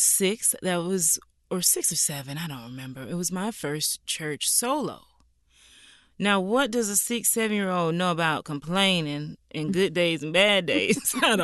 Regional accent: Simpsonville, South Carolina, United States; what we did was we did a private screening for the church that I grew up in Simpsonville, South Carolina, Bethlehem Baptist Church.

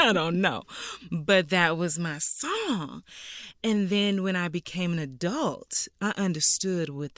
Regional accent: Simpsonville, South Carolina, United States; what we did was we did a private screening for the church that I grew up in Simpsonville, South Carolina, Bethlehem Baptist Church.

